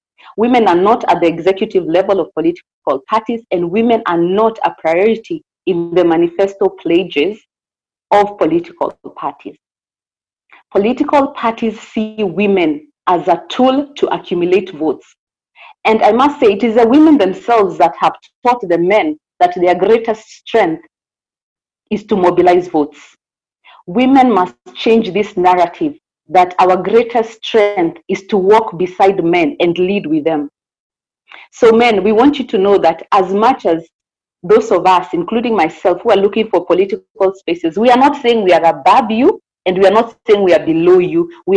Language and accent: English; Kajiado County, Kenya; I am from Kajiado County.